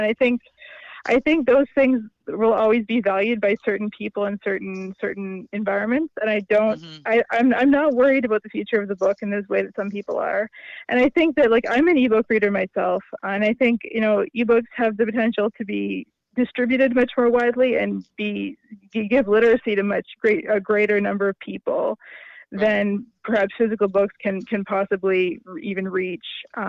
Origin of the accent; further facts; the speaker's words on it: Nova Scotia, Canada; I'm from Nova Scotia originally, yeah.